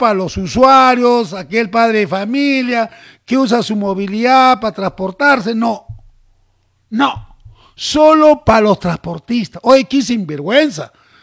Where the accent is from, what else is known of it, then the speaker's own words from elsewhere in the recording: Peru; ¿Y qué somos el resto peruanos?